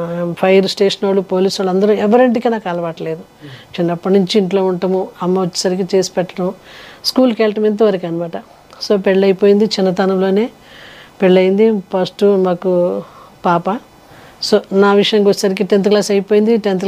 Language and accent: Telugu; Bhimavaram, Andhra Pradesh, India; Lutheran rest house road, భీమవరంలోనే rest house road, మాది Bhimavaram. So భీమవరంలోనే rest house, అక్కడే పుట్టాను, అక్కడే పెరిగాను.